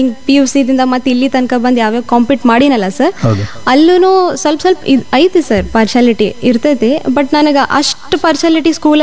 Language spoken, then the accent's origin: Kannada; Raybag, Karnataka, India; ನಮ್ಮ ಊರಾಗ ರಾಯಬಾಗದಲ್ಲಿ ಇತ್ತು ಸರ್